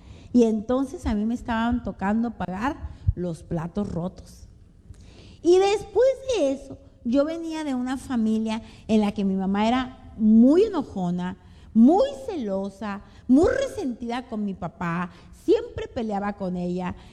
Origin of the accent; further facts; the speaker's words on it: Monterrey, Nuevo León, Mexico; nosotros somos de Monterrey.